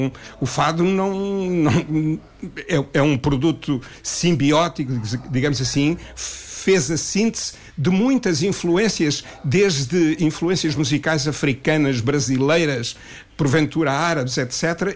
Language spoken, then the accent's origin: Portuguese; Benguela, Angola; moved away; Eu cresci em Benguela, brinquei no Rio Corinje descalço com estas crianças. Fui uma delas, aliás. Também andei numa escola primária que não era privada, que era do Estado.